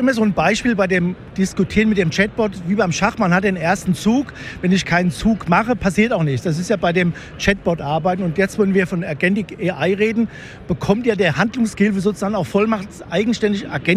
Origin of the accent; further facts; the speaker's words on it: Rüsselsheim, Hesse, Germany; ich komme ja aus Rüsselsheim